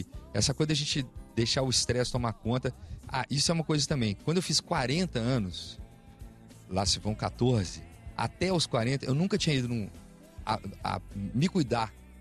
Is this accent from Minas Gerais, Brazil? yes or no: yes; Alfenas, Minas Gerais, Brazil